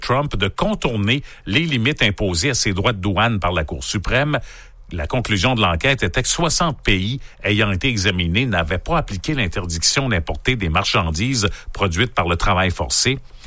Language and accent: French; Canada; dont, évidemment, chez nous, au Canada.